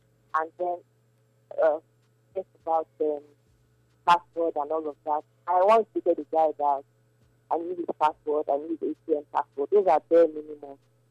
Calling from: Benin; from Benin.

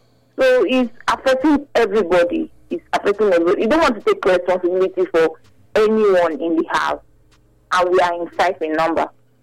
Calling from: Benin City, Edo, Nigeria; I'm calling from Benin City.

